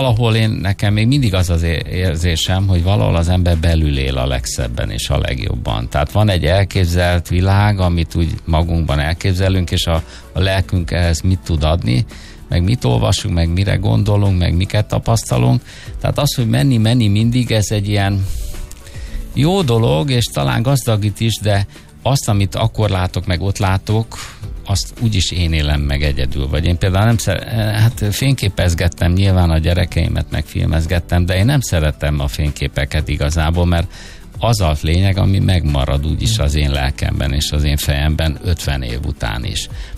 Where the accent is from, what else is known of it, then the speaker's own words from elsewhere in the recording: Hungary; born there; nem véletlenül születtem a Kárpát-medencébe